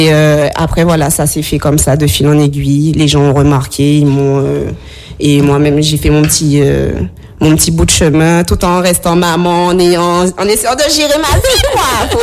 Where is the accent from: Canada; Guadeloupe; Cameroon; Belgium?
Guadeloupe; Petit-Canal; Pour revenir à moi, ben voilà, après, je suis originaire de Petit Canal.